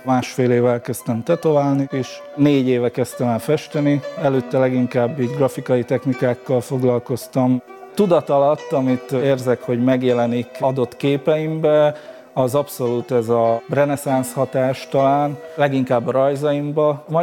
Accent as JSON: {"language": "Hungarian", "town": "Kisnamény", "region": "Szabolcs-Szatmár-Bereg", "country": "Hungary", "tie": "born or raised there", "said": "Fehér Janoton születtem, Kisnaményban nőttem fel, a szomszéd faluban majd is jártam iskolába, általános iskolába."}